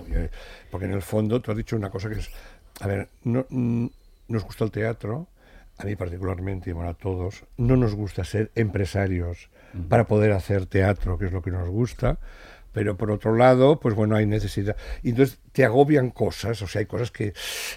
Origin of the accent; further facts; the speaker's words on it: Sitges, Catalonia, Spain; yo soy de Sitges, entonces en Sitges hacía un festival de teatro muy importante